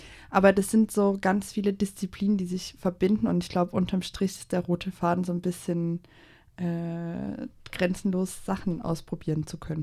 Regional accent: Saxony, Germany; im sächsischen Umland aufgewachsen. Ja. Was soll man dazu sagen? relativ unspannend, eine kleine Vorstadt, sehr industriell geprägt, DDR geprägt.

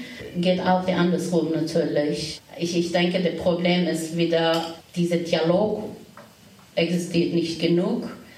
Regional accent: Turkey; German is a second language; moved away as an adult; now in Germany; Syrerin, Türkin und in dieser Beschreibung. Und ich bin in der Türkei geboren und da aufgewachsen.

